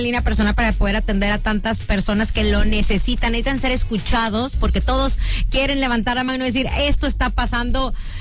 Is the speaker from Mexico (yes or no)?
yes; Monterrey, Nuevo León, Mexico; porque a mí me encanta decir, soy de Monterrey.